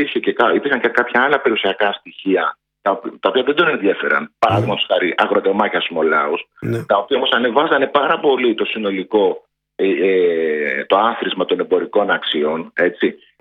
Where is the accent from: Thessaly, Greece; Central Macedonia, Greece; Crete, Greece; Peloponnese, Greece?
Peloponnese, Greece; Kardamyli; Και σας περιμένω και στο χωριό μου στην Καρδαμίλη, στη Μάνη, να περάσουμε ωραία όσες μέρες θέλετε.